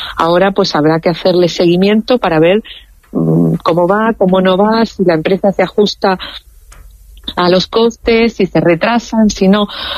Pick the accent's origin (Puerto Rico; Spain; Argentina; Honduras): Spain; no podemos olvidar que los españoles, que España, somos también latinos. O sea, de hecho diría que somos latinos de salida